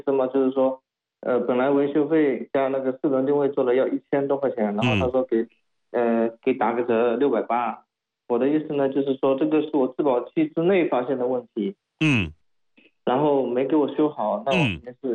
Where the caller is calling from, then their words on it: Tiantai, Zhejiang, China; 我是台州的，天台的